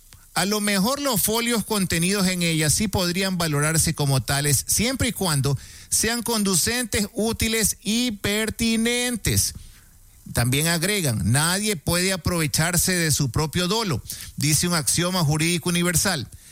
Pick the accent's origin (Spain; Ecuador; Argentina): Ecuador